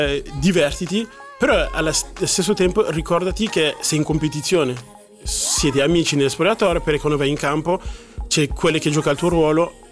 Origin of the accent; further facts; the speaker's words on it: Geneva, Switzerland; io sono di Ginevra